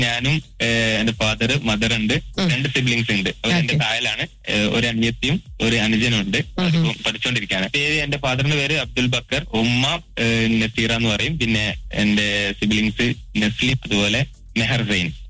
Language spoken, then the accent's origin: Malayalam; Kannur district, Kerala, India; ഞങ്ങളുടെ നാട് ഇവിടെ കണ്ണൂർ ജില്ലയിൽ നിന്ന് അടുത്ത് തന്നെയാണ്, ഒരു 4 kilometers മാത്രമേ ഉള്ളൂ കണ്ണൂർ ടൗണിന്.